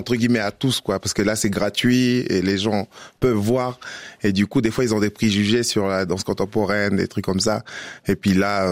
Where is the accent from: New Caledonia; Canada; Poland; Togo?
New Caledonia